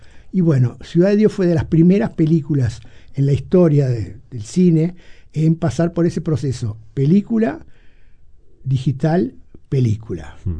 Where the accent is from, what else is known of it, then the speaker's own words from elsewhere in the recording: Uruguay; Contrabandistas siendo uruguayos, sí, y siendo sobrinos de … no soy sobrino directo, soy sobrino cultural.